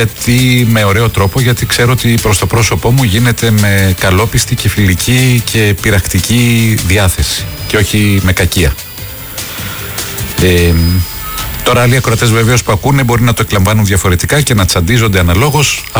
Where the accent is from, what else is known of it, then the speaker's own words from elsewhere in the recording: Athens, Attica, Greece; είμαι γέννημα Θρέμ Αθηναίος. Και μάλιστα δεύτερης γενιάς. Και η μητέρα μου είχε γεννηθεί Αθήνα.